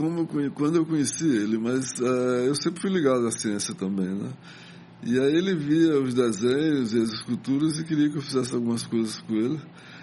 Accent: Recife, Pernambuco, Brazil; Eu ali, quando era criança que morava na Rua Imperial, eu tive contato com... Atrás ali existia o Rio Cabaribe, era muito maior.

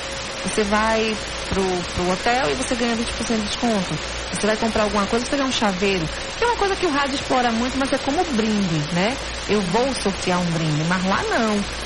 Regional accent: Pernambuco, Brazil; É porque a gente é pernambucana.

